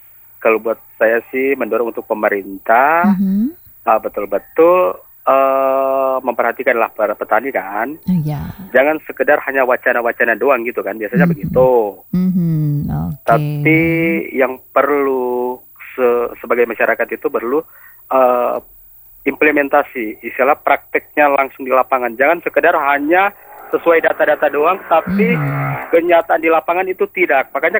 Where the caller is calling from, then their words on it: Manado, North Sulawesi, Indonesia; Saya kebetulan dari Manado sih, Cliff.